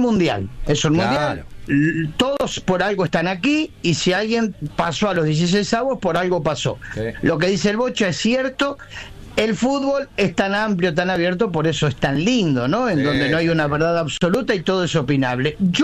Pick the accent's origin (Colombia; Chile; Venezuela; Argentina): Argentina; Ceres, Santa Fe; born there; yo soy nacido en Ceres, provincia de Santa Fe, límite con Santiago del Estero.